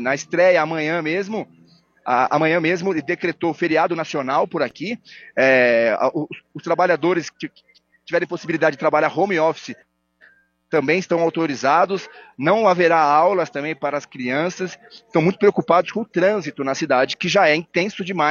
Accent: Brazil; quando eles percebem que a gente é brasileiro, eles já falam do Pelé

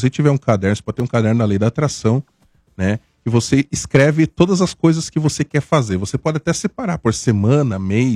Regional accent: Santa Catarina, Brazil; eu sou de Santa Catarina, né?

